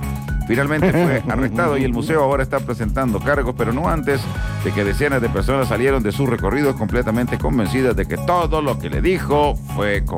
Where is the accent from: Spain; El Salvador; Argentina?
Argentina; yo soy argentino